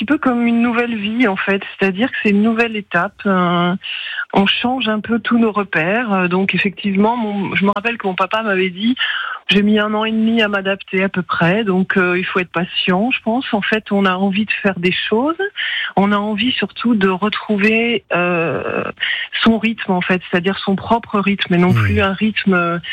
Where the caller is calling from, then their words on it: Montastruc-la-Conseillère, Occitanie, France; À la frontière du Tarn, près de Montastruc